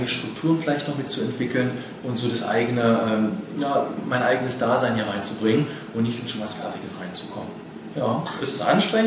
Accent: Halle, Saxony-Anhalt, Germany; Ich komme aus Halle.

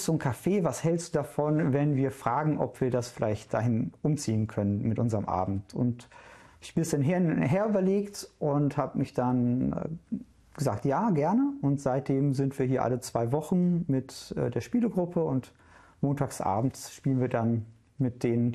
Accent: Duisburg, North Rhine-Westphalia, Germany; Antwort ist, ich komme aus Duisburg, die lange ist halt, ich bin viel umgezogen.

